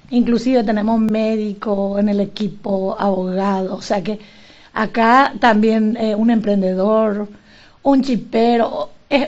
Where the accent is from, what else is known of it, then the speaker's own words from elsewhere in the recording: Pedro Juan Caballero, Amambay, Paraguay; moved away as an adult; now in Concepción, Paraguay; Un gusto poder estar aquí en mi querida ciudad, porque yo soy de Pedro Juan Caballero